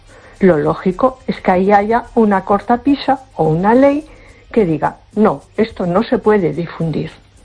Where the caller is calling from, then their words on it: A Coruña, Galicia, Spain; de Coruña.